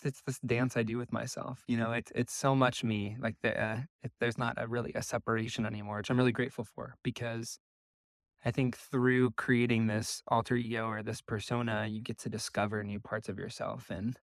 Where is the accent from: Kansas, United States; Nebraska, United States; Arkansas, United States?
Nebraska, United States; born or raised there; moved away